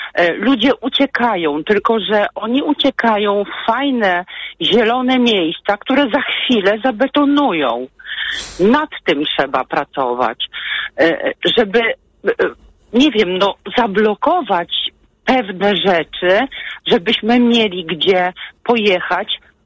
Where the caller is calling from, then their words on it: Masovian Voivodeship, Poland; Ja mieszkam pod Warszawą i to, co się dzieje, to po prostu mnie przeraża. Ja mieszkam w otulinie Parku Krajobrazowego